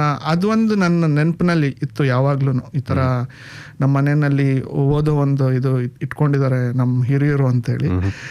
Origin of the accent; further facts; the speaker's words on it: Tumakuru, Karnataka, India; moved away as an adult; now in Bengaluru, India; ನಾನು ಮೂಲತಃ ಬೆಂಗಳೂರಲ್ಲಿ ಹುಟ್ಟಿದ್ದು, ಆಮೇಲೆ ನನ್ನ ಓದು ಮತ್ತು ನನ್ನ ಬೆಳವಣಿಗೆ ಎಲ್ಲ ತುಮಕೂರಲ್ಲಿ ನಡೀತು. ನಮ್ಮ ತಂದೆ ಪೊಲೀಸ್ ವೃತ್ತಿಯಲ್ಲಿ ಇದ್ದಿದ್ದರಿಂದ ಅವ್ರಿಗೆ ಬೆಂಗಳೂರಿಂದ ತುಮಕೂರಿಗೆ ವರ್ಗಾವಣೆ ಆಗಿ ನನ್ನ ಸ್ಕೂಲಿಂಗು ಮತ್ತು ಕಾಲೇಜು ಎಲ್ಲನೂ ನಾನು ತುಮಕೂರಿನಲ್ಲೇ ಮಾಡಿದೆ.